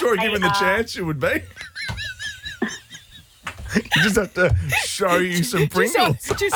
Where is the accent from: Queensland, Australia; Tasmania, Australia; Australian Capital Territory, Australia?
Tasmania, Australia; But that was growing up in Tassie, so it was freezing.